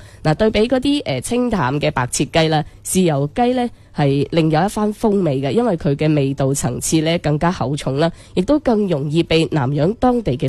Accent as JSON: {"language": "Cantonese", "region": "Guangdong", "country": "China", "said": "我哋广东人呢有句老话啦"}